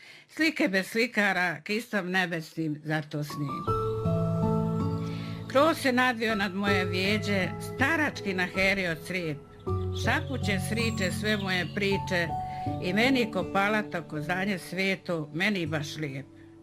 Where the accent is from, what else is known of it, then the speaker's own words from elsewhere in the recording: Kotor Varoš, Republika Srpska, Bosnia & Herzegovina; born there; Ja sad ću kad odim tamo da kažem da nisam iz Čelinca, jer ja sam rođena na Kotorvaroškoj opštini.